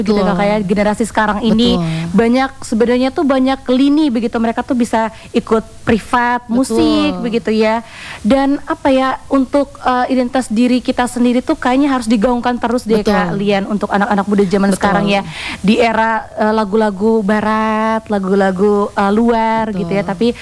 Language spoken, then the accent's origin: Indonesian; Ende, East Nusa Tenggara, Indonesia; apalagi musik-musik atau lagu-lagu daerah dari asal kita Ende ini kalian.